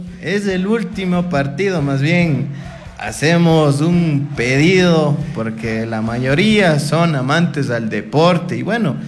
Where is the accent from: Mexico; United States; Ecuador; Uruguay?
Ecuador; Guamote, Chimborazo; alentando a la Tri desde el cantón Huamote. Huamote está con la Tri, estamos con ese hashtag. Y bueno, como buenos ecuatorianos nos mantenemos hasta el último.